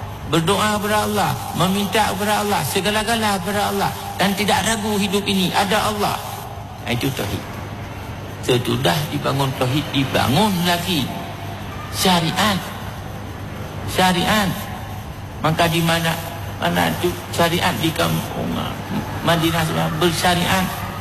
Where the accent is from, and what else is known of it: Aceh, Indonesia